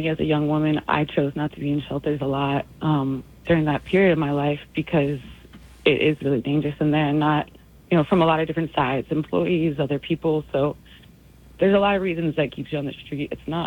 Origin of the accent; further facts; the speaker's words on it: New Orleans, Louisiana, United States; Well, I'm from New Orleans, so I will say housing is a lot cheaper here, and we have a lot less homeless people.